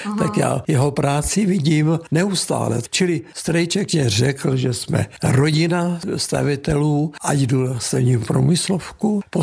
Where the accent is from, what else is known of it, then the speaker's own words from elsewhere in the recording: Hradec Králové, Hradec Králové Region, Czechia; A jsem rád, že jsem nakonec zakotvil ve svém rodném městě Hradci Králové